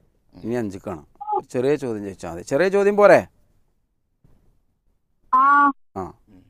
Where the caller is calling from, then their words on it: Tirurangadi, Kerala, India; മലപ്പുറം ജില്ലയിലെ തിരൂരങ്ങാടി. തിരൂരങ്ങാടിയാണോ? അതോ മേലങ്ങാടിയോ? തിരൂരങ്ങാടി.